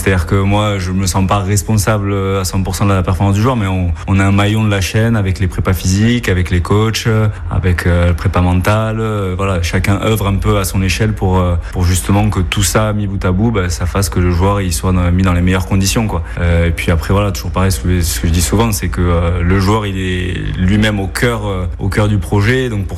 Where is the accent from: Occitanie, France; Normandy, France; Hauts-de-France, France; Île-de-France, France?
Occitanie, France; Toulouse; moved away as an adult; also born or lived in Madrid, Spain; J'ai fait mes études en Espagne, à Madrid, et donc du coup c'est là où j'ai fait un peu de rugby mais à 15. Je suis originaire de Toulouse, donc quand je suis revenu à Toulouse après